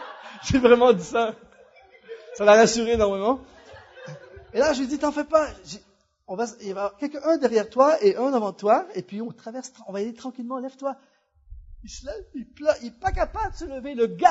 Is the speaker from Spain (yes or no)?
no; Canada; now in France; je ne sais pas comment ça se passe ici en France, mais souvent, chez nous au Canada, quand les gens disent « Ah, dans mon temps »